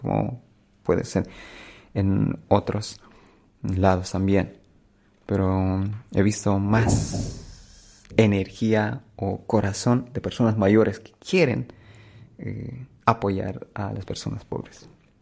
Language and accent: Spanish; Bolivia; mi familia y los bolivianos